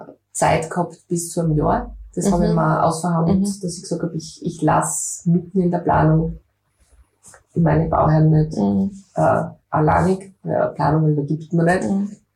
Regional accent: Graz, Styria, Austria; now in Fürstenfeld, Austria; ich bin jetzt als Grazer wieder retour. Also ich habe in Fürstenfeld dann gewohnt.

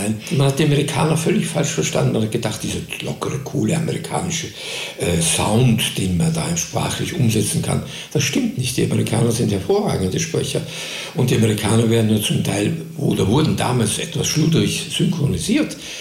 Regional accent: Linz, Upper Austria, Austria; Es ist Linz, Oberösterreich, ist meine absolut meine Heimat.

